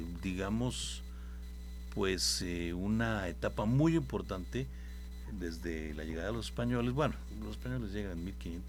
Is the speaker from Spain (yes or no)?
no; San Luis Potosí, Mexico; los que somos de San Luis y particularmente de este lugar, el barrio de San Miguelito